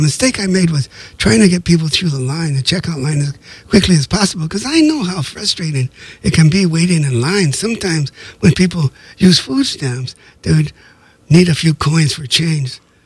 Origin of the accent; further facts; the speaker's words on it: Los Angeles, California, United States; The best friend I ever had, Alex, who I grew up with in East LA, called me up occasionally at 1, 2, 3 in the morning after partying.